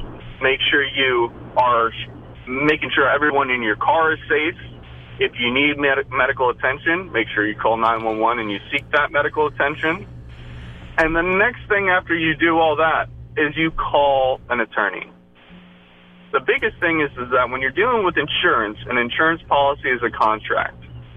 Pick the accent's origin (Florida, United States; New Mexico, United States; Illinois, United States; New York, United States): Florida, United States; Stuart; I grew up here. I grew up in Stuart, Palm City.